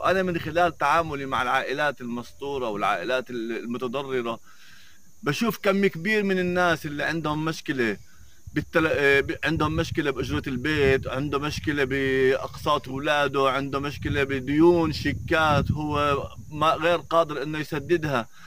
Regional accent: Nablus, West Bank, Palestine; أنا أول إشي من نابلس من جبل النار

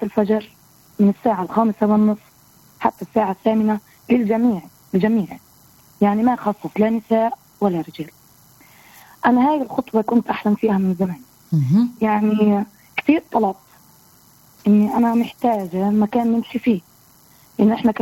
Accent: Palestine; أنا امرأة فلسطينية

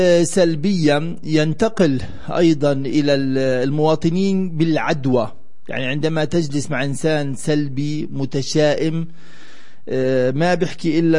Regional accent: Palestine; نحن كفلسطينيين

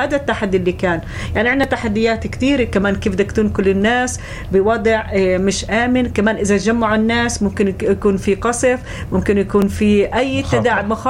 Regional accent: Palestine; إحنا كفلسطينيين

